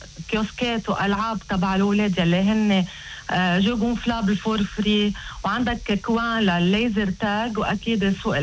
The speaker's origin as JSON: {"language": "Arabic", "town": "Tabarja", "region": "Keserwan-Jbeil", "country": "Lebanon"}